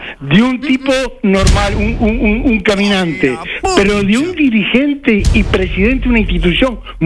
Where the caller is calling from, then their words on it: Uruguay; uruguayo.